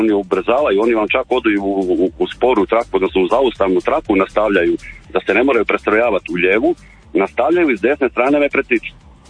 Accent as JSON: {"language": "Croatian", "town": "Rijeka", "region": "Primorje-Gorski Kotar County", "country": "Croatia", "said": "iz Rijeke sam, vozim u Zagreb za zagrebačku tvrtku"}